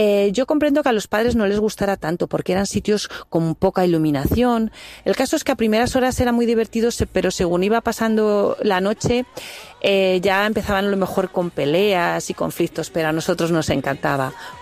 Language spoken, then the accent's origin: Spanish; Castile and León, Spain; Nos encantaba de jóvenes las peñas de los pueblos del mío y de otros de alrededor, como Macotera.